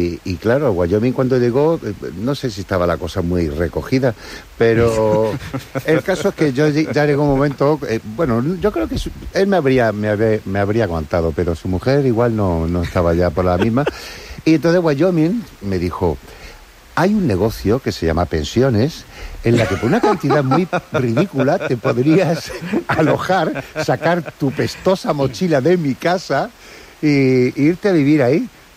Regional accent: Cádiz, Andalusia, Spain; Pues aquí estoy, en Cádiz, yeah, mi tierra

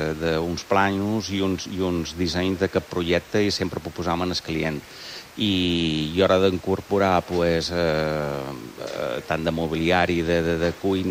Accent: Ciutadella, Balearic Islands, Spain; tots som de Ciutadella

